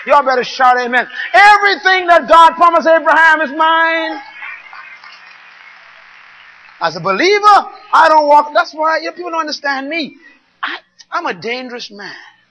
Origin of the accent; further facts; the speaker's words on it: Bain Town, New Providence, Bahamas; born there; I was born in Baintown